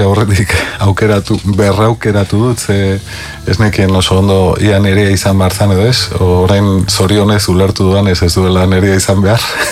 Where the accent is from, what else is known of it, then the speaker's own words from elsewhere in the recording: Vitoria-Gasteiz, Basque Country, Spain; ni Gasteizkoa naiz, eta hau duela 50 urte ezagutu zuenak hau ikusi